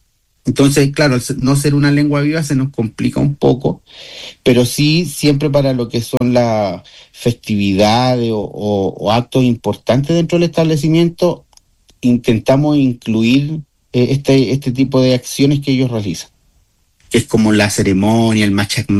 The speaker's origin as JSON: {"language": "Spanish", "town": "Talca", "region": "Maule", "country": "Chile", "also_born_or_lived": "María Elena", "moved": "as an adult", "lives_now": "Quillagua, Chile", "said": "De Talca y yo llegué el año 2013 a la comuna de María Elena a trabajar. Y ahí ejercí hasta el año 2023."}